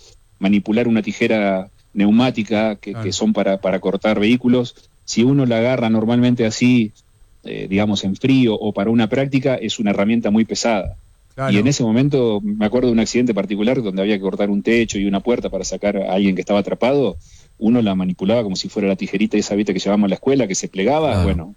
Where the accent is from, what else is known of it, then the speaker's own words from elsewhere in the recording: Tandil, Buenos Aires Province, Argentina; a ver, yo soy de Tandil.